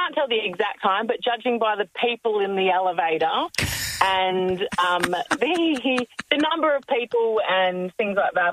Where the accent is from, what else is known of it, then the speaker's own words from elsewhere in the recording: Perth, Western Australia, Australia; obviously I'm from Perth, so, you know, travelling to Melbourne.